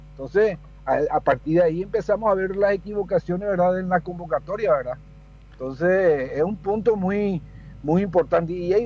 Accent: Paraguay; nosotros como paraguayos

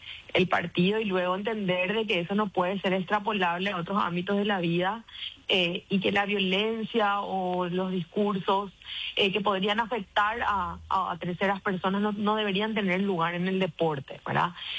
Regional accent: Paraguay; Lógicamente somos paraguayos

